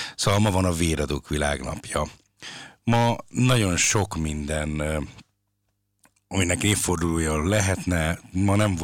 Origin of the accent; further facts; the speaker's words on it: Hungary; now in Linz, Austria; itt Linzben felső-ausztráliai magyarok vagyunk